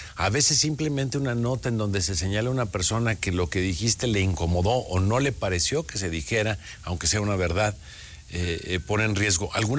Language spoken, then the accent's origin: Spanish; Mexico